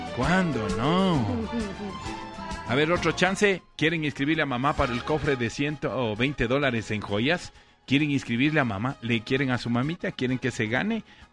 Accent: Spain; moved away; Voy a cumplir 60 años de vivir acá, hostia, tío. Yo soy español.

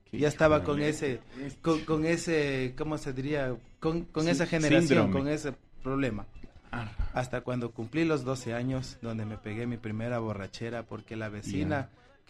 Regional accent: Santo Domingo, Santo Domingo de los Tsáchilas, Ecuador; Yo soy de Santo Domingo.

